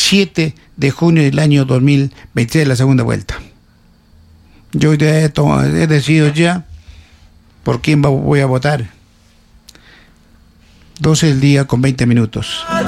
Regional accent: Peru; Veo la realidad de mi pueblo peruano que se muere actualmente de hambre.

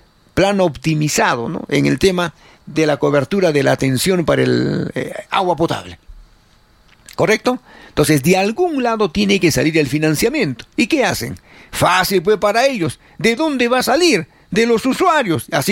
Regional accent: Arequipa, Peru

